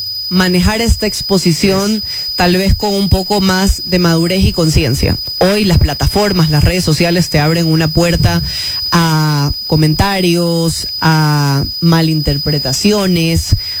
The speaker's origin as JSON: {"language": "Spanish", "town": "Guayaquil", "region": "Guayas", "country": "Ecuador", "tie": "born there", "also_born_or_lived": "Chone, Manabí, Ecuador / Galápagos Islands, Ecuador", "said": "Hasta los 6 años más o menos. Chiquita. Viví hasta los 6 años, chiquita. Mi papá se mantuvo viviendo en las Islas Galápagos. Yo me fui a vivir a Guayaquil junto a mi mamá. Iba, regresaba cuando tenía la oportunidad de visitar a mi papá. Mi papá también me venía a visitar a la ciudad. Y luego creé mis raíces en Guayaquil."}